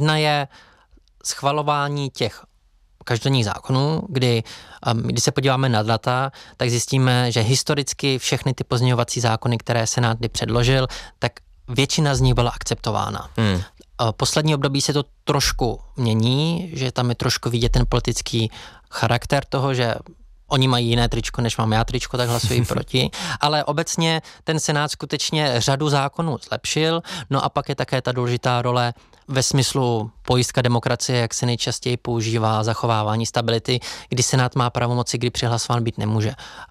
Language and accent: Czech; Hradec Králové, Hradec Králové Region, Czechia; já sám jsem Hradečák